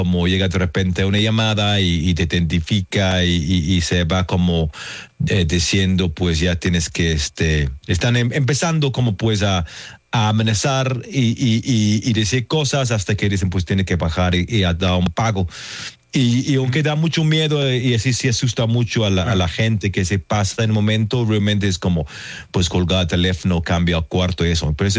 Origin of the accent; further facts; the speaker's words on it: England, United Kingdom; Yo, como soy de Inglaterra